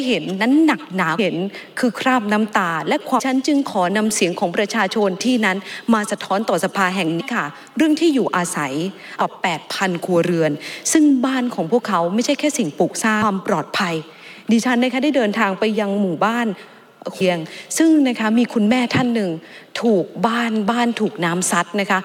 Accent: Isan, Thailand; ดิฉันค่ะเป็นลูกอีสาน

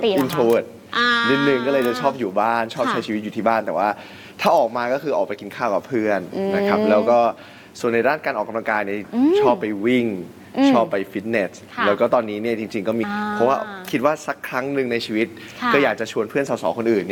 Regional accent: Bang Khun Thian, Bangkok, Thailand; ใช่ก็คือเกิดและโตที่บางขุนเทียนเลยครับตอนเกิดเนี่ยอาจจะมาอยู่ที่บ้านอาม่าซึ่งก็อยู่ตรงเพชรบุรีตัดใหม

